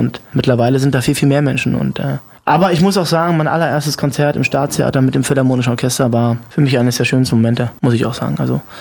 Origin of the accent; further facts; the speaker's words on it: Cottbus, Brandenburg, Germany; Wasserrutsche, das verbinde ich auch mit meiner Heimat, unser Freibad. Ein 10-Meter-Turm, den hatten wir damals noch, den gibt es jetzt leider nicht mehr in Cottbus.